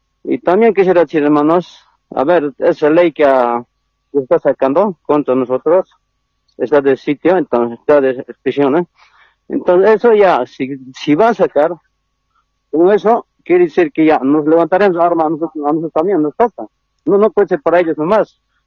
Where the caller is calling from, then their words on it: Cochabamba, Bolivia; yo soy llamando aquí del Trópico, Central Independiente